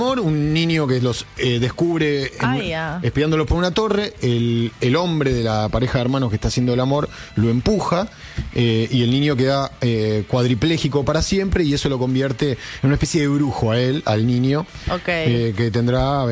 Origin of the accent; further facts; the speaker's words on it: Avellaneda, Buenos Aires Province, Argentina; moved away; De Avellaneda, de Avellaneda